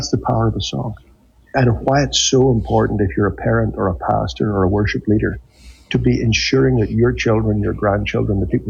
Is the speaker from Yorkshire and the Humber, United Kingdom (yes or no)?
no; Northern Ireland, United Kingdom; Well, we did. Actually, my background is Northern Irish Plymouth Brethren